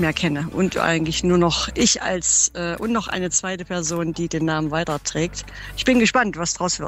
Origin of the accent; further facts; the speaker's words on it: Erfurt, Thuringia, Germany; Ich komme aus Erfurt.